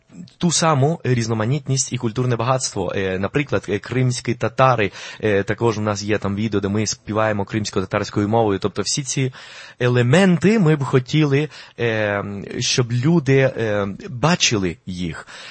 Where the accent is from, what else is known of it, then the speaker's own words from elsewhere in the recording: Colombia; Ukrainian is a second language; now in Lviv, Ukraine; Але ми, як колумбійці, також можемо полюбити і українську, все українське також